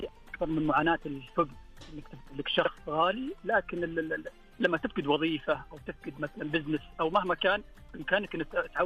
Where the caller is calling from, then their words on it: Sakaka, Al-Jawf, Saudi Arabia; اكلمك من سكاكي منطقة الجوف.